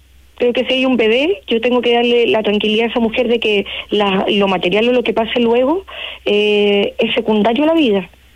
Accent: Chile; Y yo creo que hoy día nosotros somos chilenos, tenemos nuestro ADN, ¿cierto?

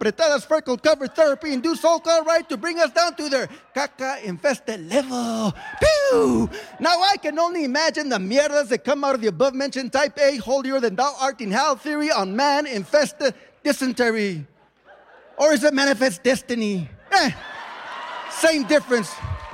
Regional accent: Llano Quemado, New Mexico, United States; also born or lived in Embudo, New Mexico; I was born in Embudo, Nuevo Mexico, raised in Llano Quemado, which is just a pelito south of Rancho Zetas, which borders Taz, which is in New Mexico, USA

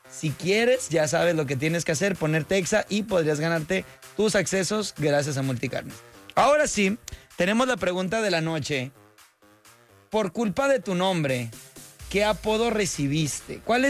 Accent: Mexico; ¿Por qué somos los mexicanos así, güey?

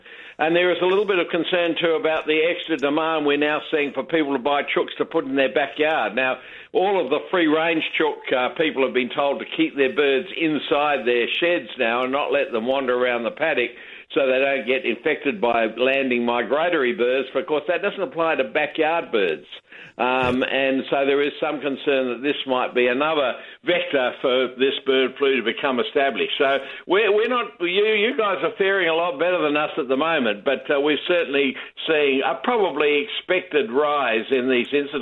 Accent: South Australia, Australia; now in New South Wales, Australia; That's my home state, of course

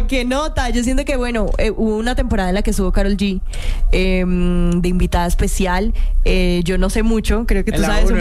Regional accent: Medellín, Antioquia, Colombia; Yo vengo de un barrio de Medellín que se llama Aranjuez, entonces lo problemático y lo difícil que puede ser crecer en un lugar así y soñar con limitaciones.

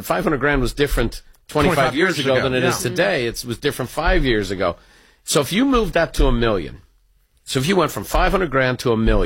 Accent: California, United States

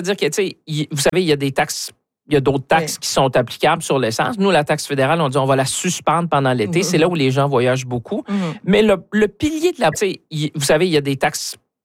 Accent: Shawinigan, Quebec, Canada; moi je viens de Shawinigan, évidemment c'est une autre réalité

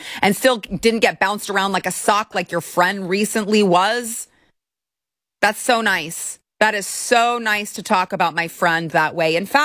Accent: United States; I'm an American. I was born here. I was raised here. I will die here and I will always be more American than you.

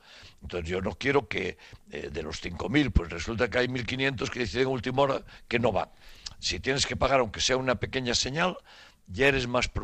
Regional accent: Vigo, Galicia, Spain; No, novedad porque siendo vigués tenemos tantas ganas de que actúe en Castrelos

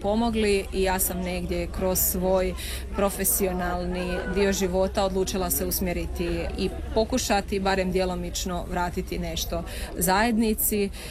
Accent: Slavonia, Croatia; Iz Slavonije sam, moja obitelj je prošla rat, izbjeglištvo i nekako me uvijek vukla ta priča i ta tema.

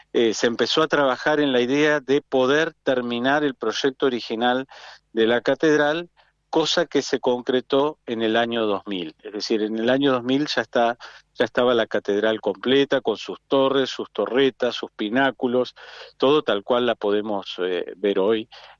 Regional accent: Bahía Blanca, Buenos Aires Province, Argentina; born there; accent: provinciano; moved away as an adult; now in La Plata, Argentina; Soy provinciano, soy nacido en Bahía Blanca. Y como tanta gente de la provincia, vinimos a estudiar a La Plata y acá nos quedamos, digamos.

